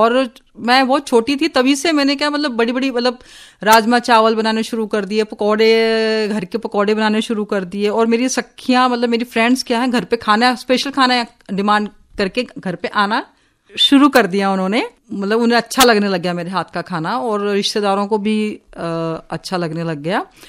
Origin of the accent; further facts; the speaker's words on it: Chandigarh, India; मैं चंडीगढ़ से बिलोंग करती हूँ और मैं पंजाबी हूँ